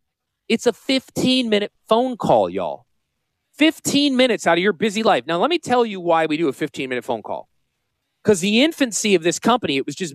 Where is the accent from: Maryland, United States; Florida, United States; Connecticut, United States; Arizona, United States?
Connecticut, United States; now in South Carolina, United States; I'm from Connecticut. I could say this. Look, you're amongst friends, but when I moved here, I was shocked at the degree of hospitality and openness that this state accepted me with, right?